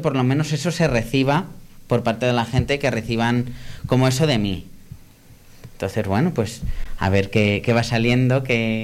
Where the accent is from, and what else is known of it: Lillo, Castilla-La Mancha, Spain